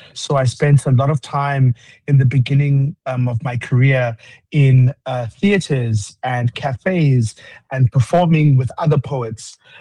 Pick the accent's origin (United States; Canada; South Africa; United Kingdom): South Africa; I'm from South Africa